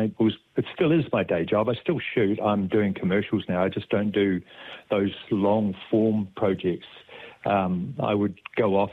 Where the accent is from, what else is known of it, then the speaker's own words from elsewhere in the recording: Waimate, Canterbury, New Zealand; moved away; also born or lived in North Otago; Yeah, I was born in Waimate, down your way, and grew up in South Canterbury, North Otago.